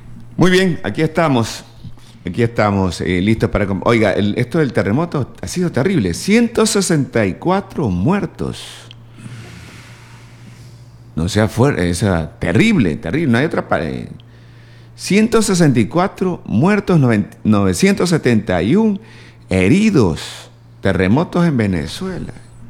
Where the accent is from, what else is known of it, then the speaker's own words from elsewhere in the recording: Machala, El Oro, Ecuador; also born or lived in La Troncal; yo nací en La Troncal. Pero yo soy machaleño y yo vivo aquí a los 4 años.